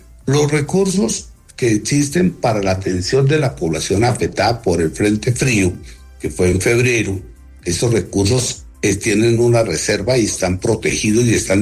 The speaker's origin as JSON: {"language": "Spanish", "country": "Colombia", "said": "es que como colombianos hacemos una veeduría"}